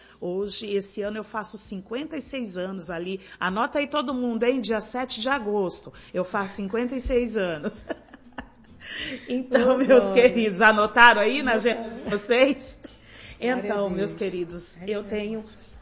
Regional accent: São Paulo, Brazil; moved away; me deslocando para a capital paulista, de onde eu sou natural, sou ali da Zona Oeste de São Paulo

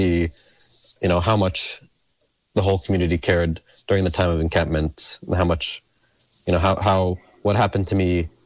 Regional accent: Palestine; we grew up together in Palestine. We all of us went from, well, Tahsin since kindergarten and Kenan and I since first grade to a Quaker school in Palestine. It's called the Ramallah Friends School.

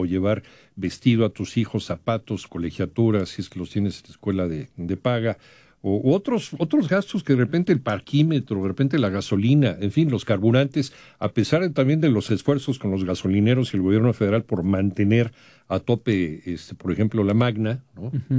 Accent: Mexico

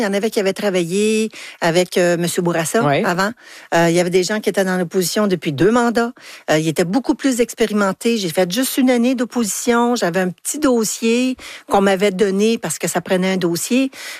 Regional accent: Anjou, Quebec, Canada; C'était chez nous, mon patelin, les gens que je connaissais, les organismes que je connaissais, que je savais que je pouvais faire une différence. J'ai dit oui parce que c'était chez nous.

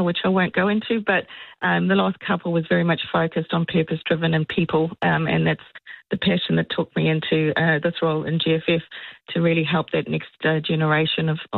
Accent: South Africa; now in New Zealand; It is, yes. Born and bred in South Africa, but a Kiwi citizen now.

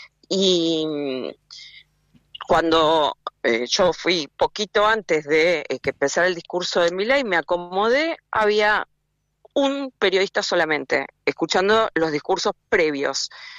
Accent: Argentina

